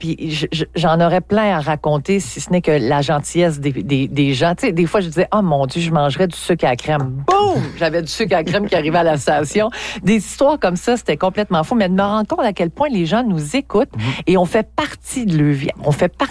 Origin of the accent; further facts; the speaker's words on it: Val-d'Or, Quebec, Canada; Moi, là, M. Chabot, je suis native de Val-d'Or. Mm-hmm. Alors, j'ai grandi à Val-d'Or jusqu'à ce que je quitte pour les études